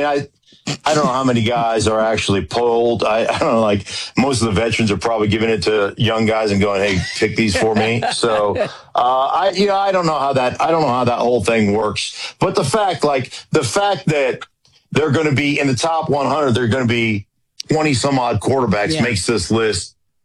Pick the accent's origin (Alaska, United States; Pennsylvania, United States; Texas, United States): Alaska, United States; Anchorage; Since I was a little kid growing up in Anchorage, Alaska.